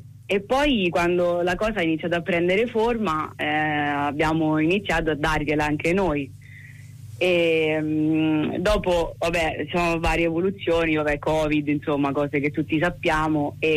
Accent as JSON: {"language": "Italian", "town": "Recanati", "region": "Marche", "country": "Italy", "said": "siamo una band di origine, diciamo, recanatese, comunque vabbè, marchigiana, batterista di Ancona, un po' sparsi."}